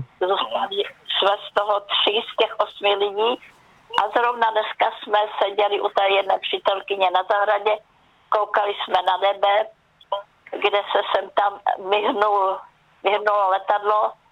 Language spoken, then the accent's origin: Czech; Plzeň Region, Czechia; moved away; Bych se chtěla podívat do kraju mého dětství, to znamená na Plzeňsko.